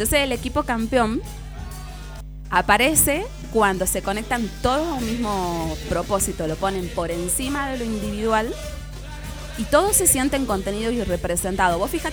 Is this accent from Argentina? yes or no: yes; Argentina